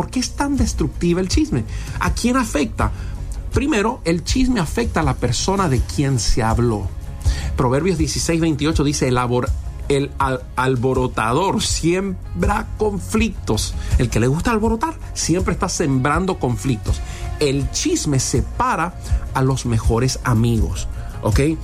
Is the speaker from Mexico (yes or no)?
no; Argentina